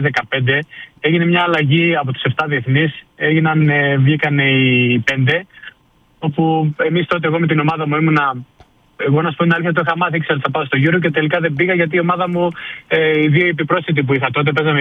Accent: Greece

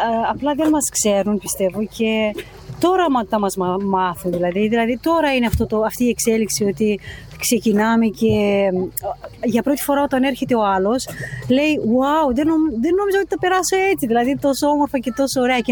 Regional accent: Romania; Greek is a second language; now in Greece; Είμαι ξένη, είμαι από Ρουμανία.

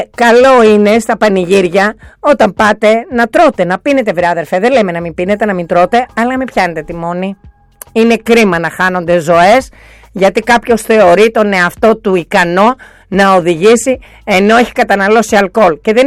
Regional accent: Greece; ως Έλληνες οδηγοί

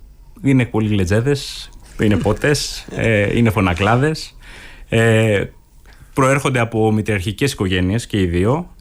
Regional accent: Crete, Greece; Και επειδή γενικώς μεγάλωσα στην Κρήτη, έχω ιδιαίτερη αγάπη προφανώς για το τόπο

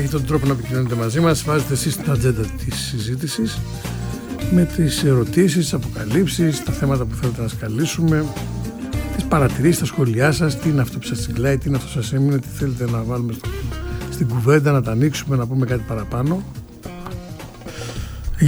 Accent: Central Greece, Greece; Το χωριό μου από το Μαντούδι είναι 5 χιλιόμετρα.

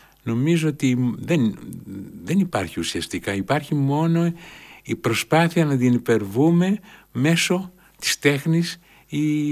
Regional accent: Greece; Το να είμαι Έλληνας έρχεται μετά.

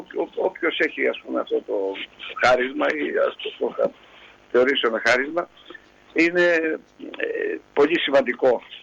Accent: Anogeia, Crete, Greece; Και ξέρετε και ένα περιβάλλον που μεγάλωσα εδώ στα Νόγια, ήταν ιδιαίτερο.

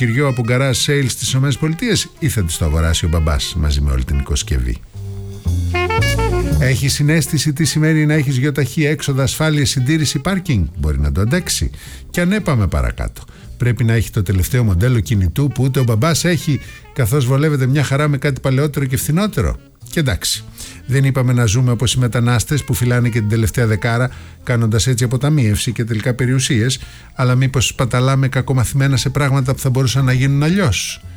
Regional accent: Greece

